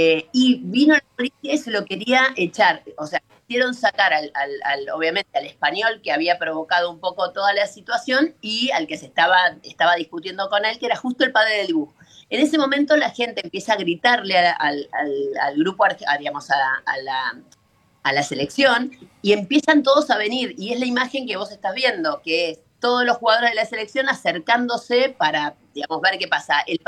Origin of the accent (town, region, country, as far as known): Argentina